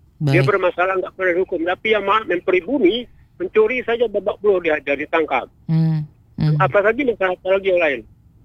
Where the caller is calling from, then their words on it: Indonesia; kita orang asli Indonesia